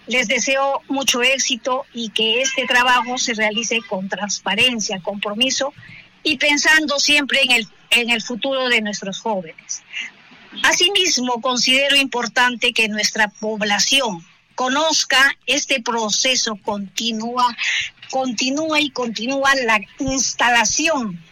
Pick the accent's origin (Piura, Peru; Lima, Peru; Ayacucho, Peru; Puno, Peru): Ayacucho, Peru; Coracora; Sin embargo, mi corazón siempre está en Coracora. Sigo acompañando cada momento importante de mi pueblo.